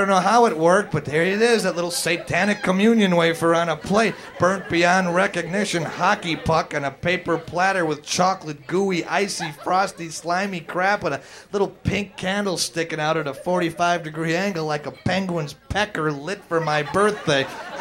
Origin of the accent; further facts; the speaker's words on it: Wisconsin, United States; where I grew up in Wisconsin, we had the worst school lunches in America. Out of all 50 states, we were number 50.